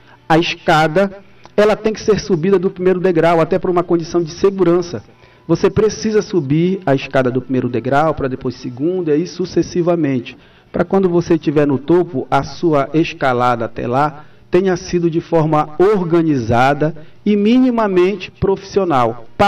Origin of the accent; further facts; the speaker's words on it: Pará, Brazil; não somente minha enquanto paraense, mas como vivente daqui, dessa terra aqui do estado do Pará